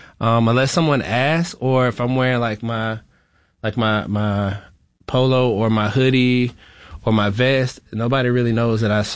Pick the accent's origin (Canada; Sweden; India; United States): United States; Florida; it was 7 of us getting raised together. I was raised in Florida.